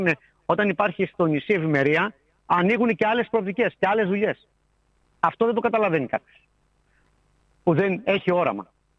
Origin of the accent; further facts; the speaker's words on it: Samos, North Aegean, Greece; εδώ και 25 χρόνια, 23 χρόνια που βρίσκομαι χειμώνα καλοκαίρι στο νησί μου